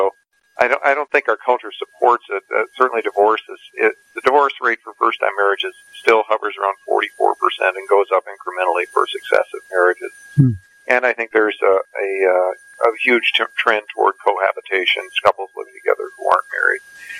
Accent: Toledo, Ohio, United States; I was born and raised in Toledo, Ohio, and was privileged to have a Christian home to grow up in.

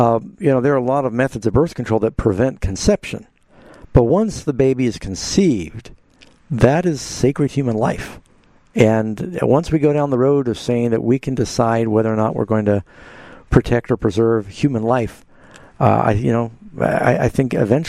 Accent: United States; now you're asking me as an American

